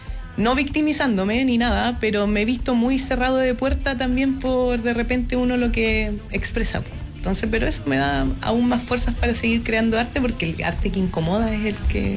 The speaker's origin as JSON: {"language": "Spanish", "town": "Chile Chico", "region": "Aysén", "country": "Chile", "said": "yo soy de Chile Chico, soy de allá, de la estepa, roca, coirón, bosque más o menos."}